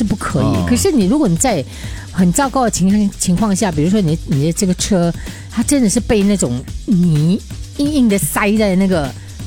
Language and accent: Chinese; Singapore; 我这一点我反而觉得我们新加坡人的素养还不错